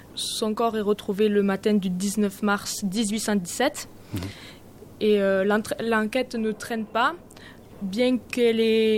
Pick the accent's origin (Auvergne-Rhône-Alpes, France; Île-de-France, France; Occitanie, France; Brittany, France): Occitanie, France; Rodez; Je suis donc en deuxième année d'histoire à Albi, à la fac Jean-François Champollion. Et je suis originaire de Rodez.